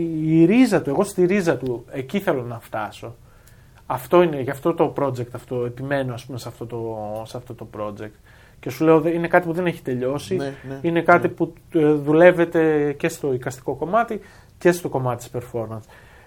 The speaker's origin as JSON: {"language": "Greek", "town": "Drama", "region": "Eastern Macedonia and Thrace", "country": "Greece", "said": "το τι έγινε στην πόλη μου συγκεκριμένα"}